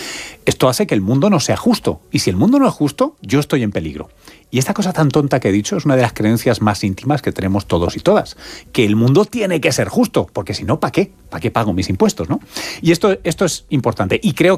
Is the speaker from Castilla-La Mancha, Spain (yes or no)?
yes; Tomelloso, Castilla-La Mancha, Spain; El de mi padre, mi familia. … de Tomelloso.